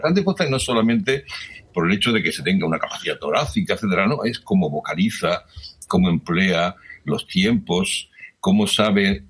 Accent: Huelva, Andalusia, Spain

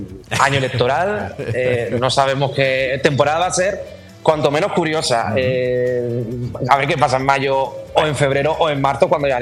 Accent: Seville, Andalusia, Spain; Y en mi tierra, claro. Sí, aquí en Sevilla

